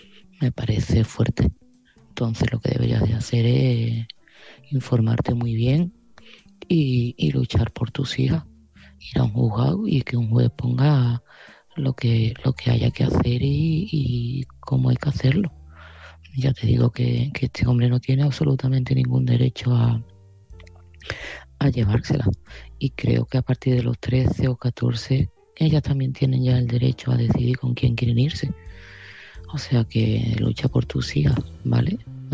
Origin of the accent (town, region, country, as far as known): Seville, Andalusia, Spain